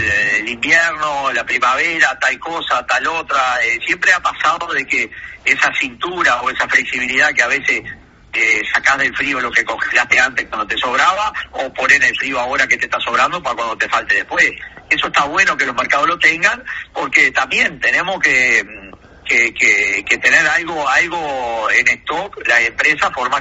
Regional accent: Uruguay

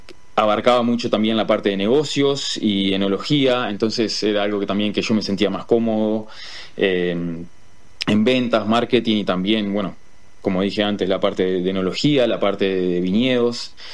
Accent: Colonia, Uruguay; moved away as an adult; also born or lived in New Zealand; now in Oregon, United States; Yo, cuando salí de Uruguay, no era enólogo.

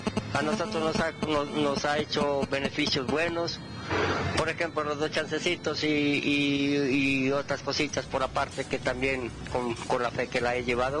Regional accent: Samaniego, Nariño, Colombia; yo soy de Nariño, Samaniego.

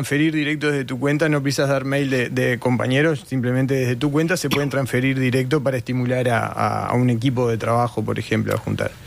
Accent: Rocha, Uruguay; now in Maldonado, Uruguay; yo soy surfista de ahora de Maldonado, pero me crié en Rocha

